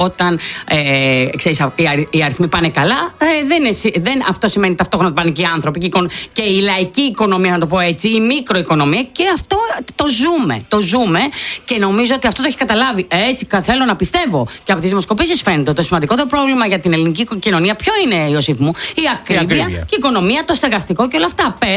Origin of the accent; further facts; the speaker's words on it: Greece